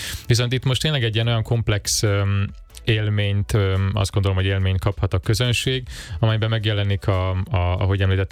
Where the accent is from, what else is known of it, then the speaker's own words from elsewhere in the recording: Zala, Hungary; moved away; egy zalai faluból származom, ahol nagyon elfogadó közegben és szoros közösségben nőttem fel, aztán elkerültem a városba